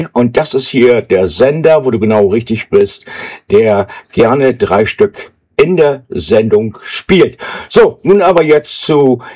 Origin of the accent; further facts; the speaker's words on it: Mölln, Schleswig-Holstein, Germany; Und natürlich auch den Dirk aus Mölln, meine alte Heimat.